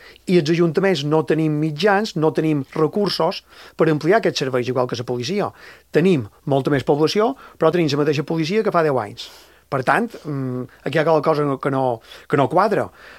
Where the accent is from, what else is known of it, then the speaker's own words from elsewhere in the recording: Maria de la Salut, Balearic Islands, Spain; Maria de Salut, el meu poble